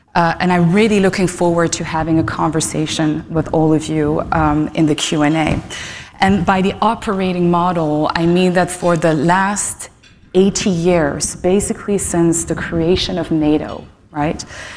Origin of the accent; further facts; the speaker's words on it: New York, United States; And yet I grew up in New York, so it's a kind of weird, weird kind of mix